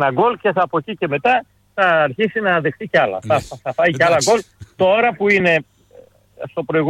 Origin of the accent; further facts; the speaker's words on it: Thessaloniki, Central Macedonia, Greece; Ναι, γεννήθηκα στην Τριανδρία, είναι ανάμεσα σε δύο στάδια από μικρός.